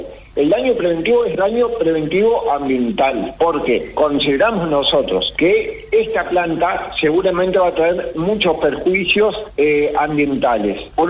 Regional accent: Concepción del Uruguay, Entre Ríos, Argentina; yo como vecino de Entre Ríos que soy de Concepción del Uruguay

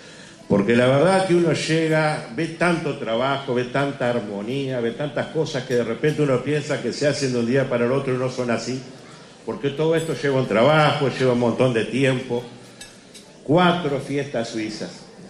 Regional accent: Carmelo, Colonia, Uruguay; Nosotros somos de Carmelo.

